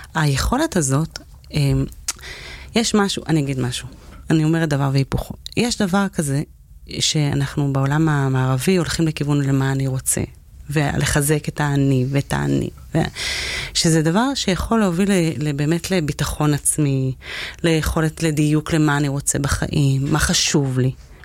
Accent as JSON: {"language": "Hebrew", "town": "Jerusalem", "region": "Jerusalem District", "country": "Israel", "tie": "born or raised there", "said": "אני גדלתי בבית וגן בירושלים, במשפחה עם 7 ילדים להורים אירופאים. אז היינו קצת אאוטסיידרים שנכנסנו לתוך, כאילו, אמא שלי אנגליה"}